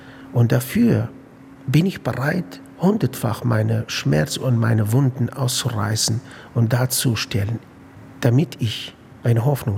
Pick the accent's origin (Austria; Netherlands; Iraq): Iraq; Kurdistan Region; born or raised there; German is a second language; moved away as an adult; now in Munich, Germany